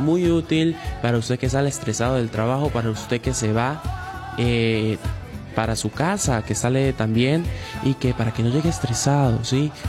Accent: Palo Gordo, Táchira, Venezuela; un saludo a mi tierra Palo Gordo

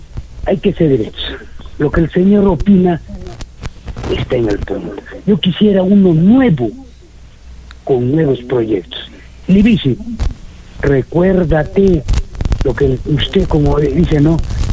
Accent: Arequipa, Peru; born there; yo tengo 60 años, nací en La Pampa. Los del pueblo de Paucarpata, a la ampliación le tienen La Pampa.

